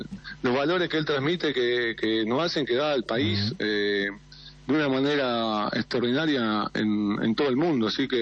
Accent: Argentina; Porque somos también nosotros somos eso, los argentinos.

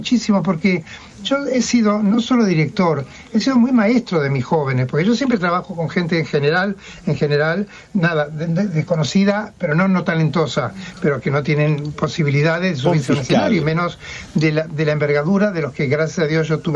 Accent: Argentina; son cosas muy conmovedoras en vivirlas como argentino para mí.

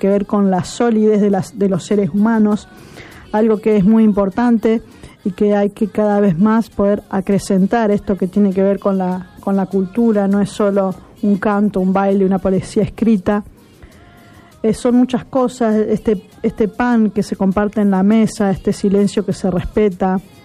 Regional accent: Santa Fe, Argentina; nos acompaña como santafesinos

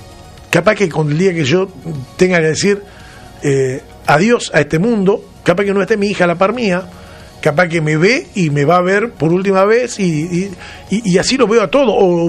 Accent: Argentina; cuando somos unos argentinos que siempre hemos estado... A ver, yo vivía en el Pasaje García 1570, Villa 9 de Julio, entre Perú y Paraguay.

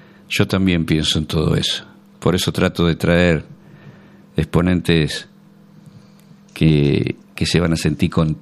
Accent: Buenos Aires Province, Argentina; Nosotros cuando escuchamos chamamé, siendo bonaerense, nos sentimos re felices

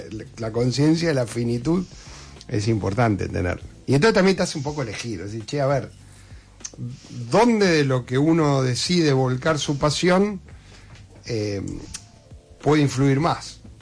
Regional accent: Rosario, Santa Fe, Argentina; yo viví toda mi vida en Rosario, soy muy rosarino

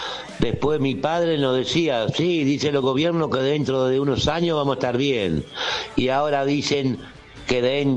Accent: Argentina; No tenemos salida. No somos unidos los argentinos.

